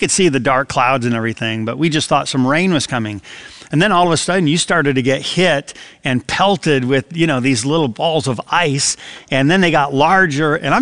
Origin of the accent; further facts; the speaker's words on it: Adrian, Michigan, United States; moved away; when I was a kid growing up in Michigan, and we had several tornadoes that kind of touched down in our area of Adrian, Michigan